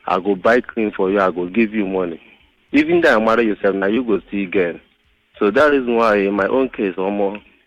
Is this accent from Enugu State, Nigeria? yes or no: no; Lagos, Nigeria; I was born and brought up in Lagos and I school in Lagos.